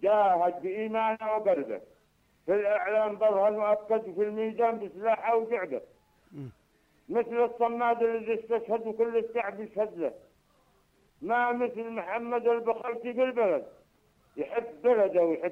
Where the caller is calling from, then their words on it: Dhamar, Yemen; من محافظه دمار.